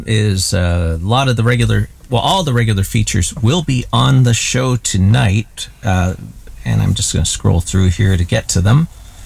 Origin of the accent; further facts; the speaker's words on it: Canada; As you know, I'm from Canada. I've never been in the UK before.